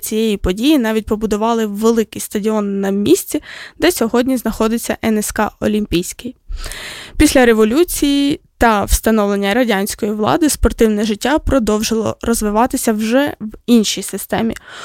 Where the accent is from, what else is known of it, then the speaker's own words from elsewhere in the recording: Mykolaiv Oblast, Ukraine; я з Миколаївської області, да, тому пишаюсь